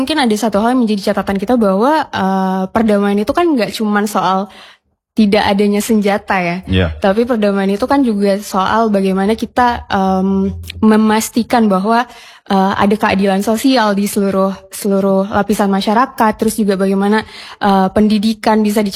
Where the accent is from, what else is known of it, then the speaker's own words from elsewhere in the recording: Aceh, Indonesia; Iya, sebagai warga Aceh, Bang. Yeah. Kita kan punya sejarah bahwa Aceh pernah mengalami konflik.